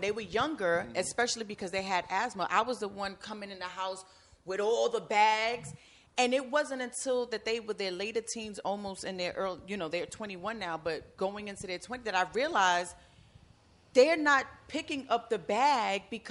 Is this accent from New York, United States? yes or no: yes; New York City, New York, United States; I grew up in Edenwald Project.